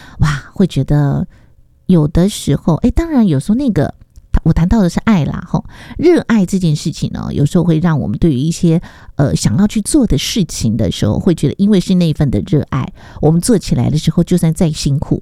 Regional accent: Taiwan; 我们台湾人真的很喜欢去日本

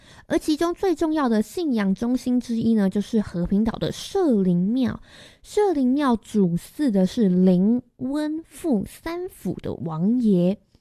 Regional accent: Keelung, Taiwan; 身为土生土长的基隆人

